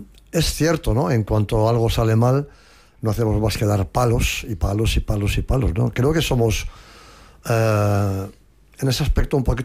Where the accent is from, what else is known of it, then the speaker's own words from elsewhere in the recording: Spain; Hay un tercer español que soy yo